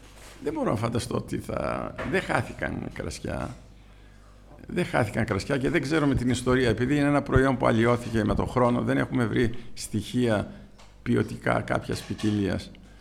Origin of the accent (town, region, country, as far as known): Greece